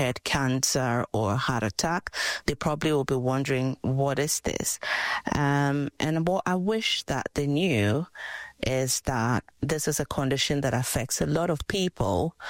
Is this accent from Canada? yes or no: no; Ghana; I grew up in Ghana, West Africa, so it was really very obvious and very evident, the contrast between the parts that had the vitiligo affected and the parts that were normal.